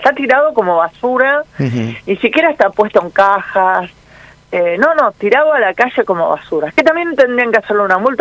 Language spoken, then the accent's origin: Spanish; Quilmes, Buenos Aires Province, Argentina